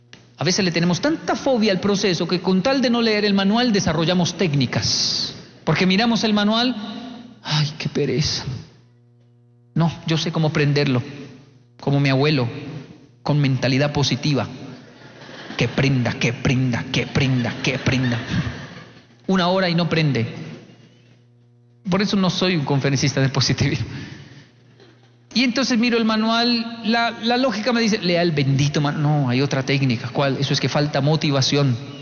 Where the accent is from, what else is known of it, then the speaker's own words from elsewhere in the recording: Colombia; also born or lived in Japan; Y de ahí que yo odiaba las historias de los japoneses, porque soy colombiano